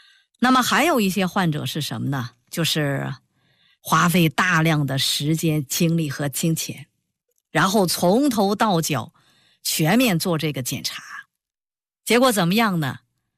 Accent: China; 中医呢是我们中国人的根。

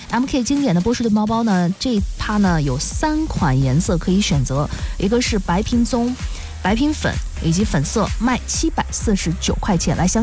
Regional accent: Shandong, China; 都说我们山东人爱吃水饺

